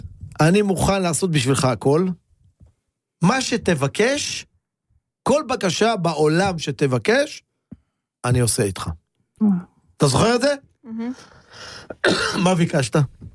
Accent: Beit Keshet, Northern District, Israel; moved away; כי אני גדלתי בבית קשת הרבה שנים, גדלתי בבית קשת

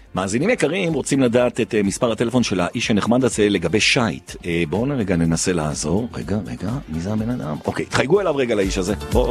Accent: Jerusalem, Jerusalem District, Israel; נעים מאוד, אני ילד, אני מירושלים.

